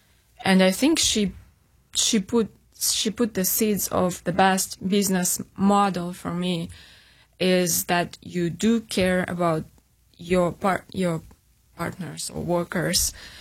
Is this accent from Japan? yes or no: no; Uzbekistan; also born or lived in St. Petersburg, Russia / Ukraine; now in Midland, United States; I was raised in Uzbekistan. Then I spent half of my life in Russia, in St. Petersburg, the most beautiful city in the world. Then my husband is from Ukraine, so obviously we lived in Ukraine.